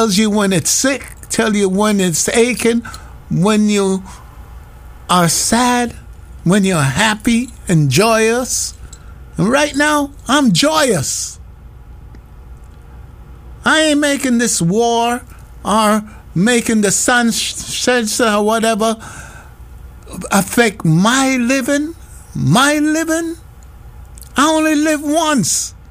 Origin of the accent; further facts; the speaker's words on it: Jamaica; Yes, I'm Jamaican, but I'm a child of God.